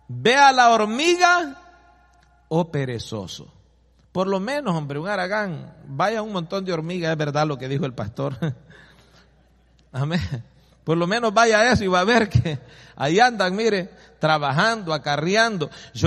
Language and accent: Spanish; El Salvador; moved away as an adult; now in United States; de lo que yo ganaba en El Salvador para venirme para los Estados Unidos. En el 97, 98, lo que yo ganaba allá.